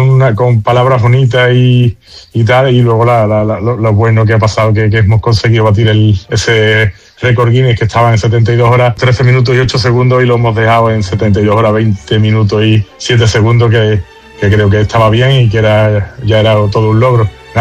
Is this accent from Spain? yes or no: yes; San Juan del Puerto, Andalusia, Spain; hemos puesto otra chinchetita en el mapa diciendo dónde estaba San Juan del Puerto, que es mi pueblo, que al final también era uno de los motivos